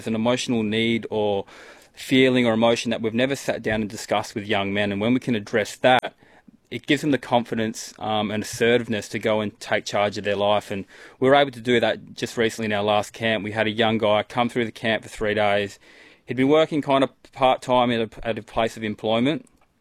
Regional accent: Broome, Western Australia, Australia; So I grew up in Broome. I spent probably, moved here when I was one with my parents, and they set up a business here called Ocean Pearl Boat Builders.

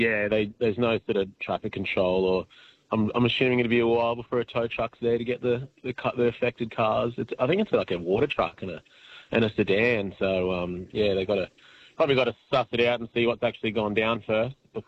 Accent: Evans Head, New South Wales, Australia; I'm from Evans, but I've just been driving to Nimbin for work

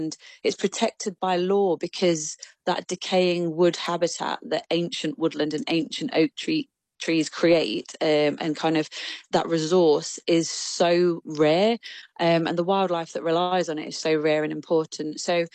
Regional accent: Nottingham, East Midlands, United Kingdom; local girl, so I'm from Nottingham

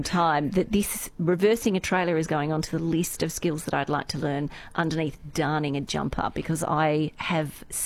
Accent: Sydney, New South Wales, Australia; Because I grew up in Sydney

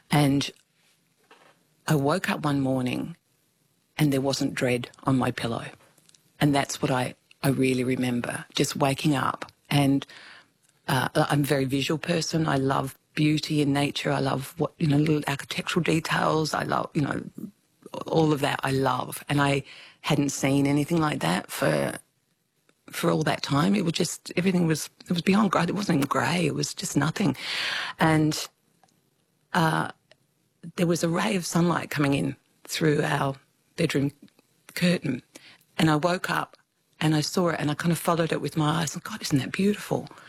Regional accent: Adelaide, South Australia, Australia; in November 2023 I was back in Adelaide again for something really beautiful, actually, in my hometown.

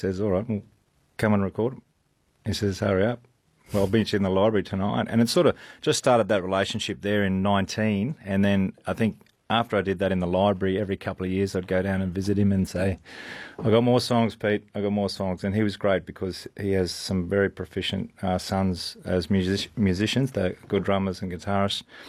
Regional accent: Queensland, Australia; growing up in Queensland, Northern Territory was never really on my radar.

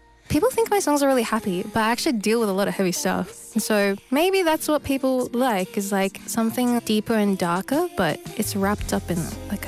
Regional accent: Melbourne, Victoria, Australia; I'm an artist from Nam, Melbourne.

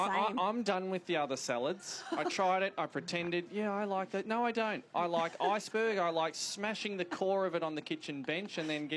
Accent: Ireland; well, I'm Irish

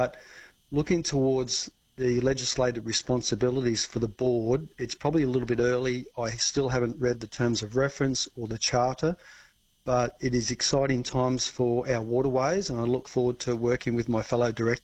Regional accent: Caloundra, Queensland, Australia; obviously that's, you know, part of my hometown and very passionate about how the navigational access for the waterways will affect Caloundra.

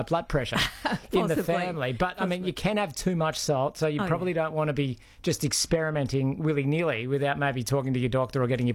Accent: Australia; born there; Yeah, I come from a Mediterranean background. I was born in Australia, and so are my parents

